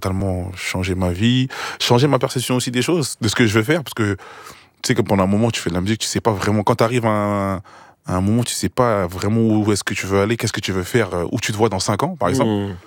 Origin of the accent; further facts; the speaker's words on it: Haiti; j'ai un titre code qui fait que je suis haïtien.